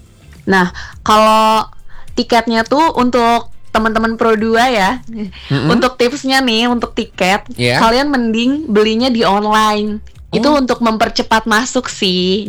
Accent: Bekasi, West Java, Indonesia; Enggak, aku dari kota Bekasi. Kebetulan kota Bekasi dekat lah ya dari Jakarta.

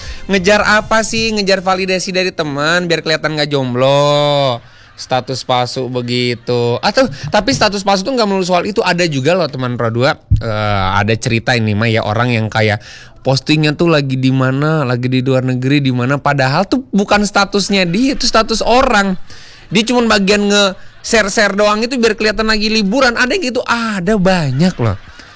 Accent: West Java, Indonesia; aku sebagai orang Sunda

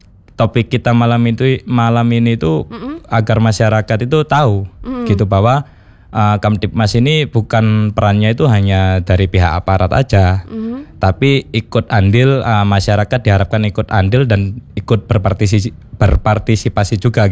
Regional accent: Surabaya, East Java, Indonesia; Soalnya dari kecil saya di Surabaya.

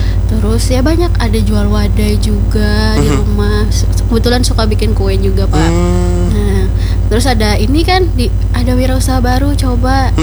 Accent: Banjarmasin, South Kalimantan, Indonesia; Asli Banjarmasin nggak?

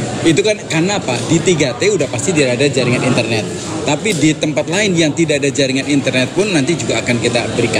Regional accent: Central Java, Indonesia; walaupun di tingkat Kabupaten Banyumas, maaf-maaf, di kampung saya aja internetnya belum jalan

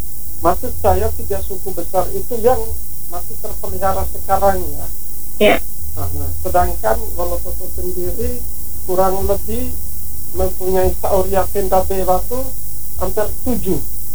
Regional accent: Wolotopo, East Nusa Tenggara, Indonesia; Jadi menjadi batu penyangga itu filosofi kami orang Dio, teristimewa di Wolotopo.

